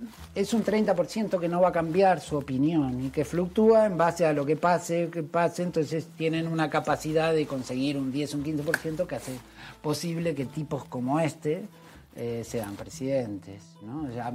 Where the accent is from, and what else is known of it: Argentina; moved away